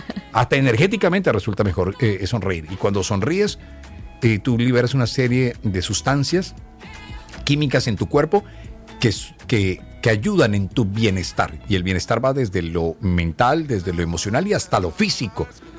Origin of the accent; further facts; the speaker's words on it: Colombia; fortalecernos como colombianos